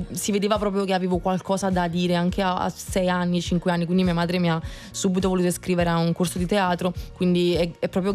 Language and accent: Italian; Naples, Campania, Italy; also born or lived in Bologna; sono solo nata là, a 2 anni e mezzo ero già a Napoli, i miei genitori sono napoletani, non i napoletani, ho solo Napoli nel mio sangue